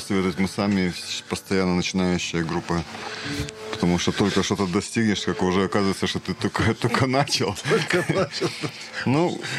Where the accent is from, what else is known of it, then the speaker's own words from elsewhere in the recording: Siberia, Russia; мы вообще из Сибири, из берегов Байкала.